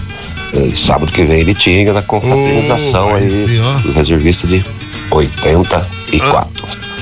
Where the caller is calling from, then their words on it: Iracemápolis, São Paulo, Brazil; Eu sou de Iracemápolis, hoje aqui em Campinho